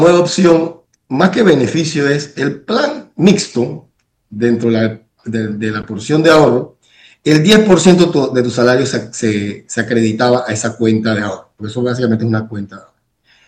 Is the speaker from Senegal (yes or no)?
no; Panama; somos panameños